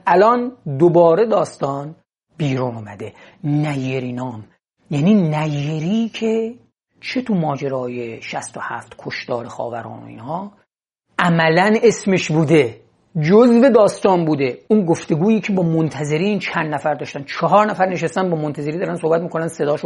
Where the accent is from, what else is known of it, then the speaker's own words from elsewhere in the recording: Gilan, Iran; من به عنوان یک گیلانی چشم باز کردم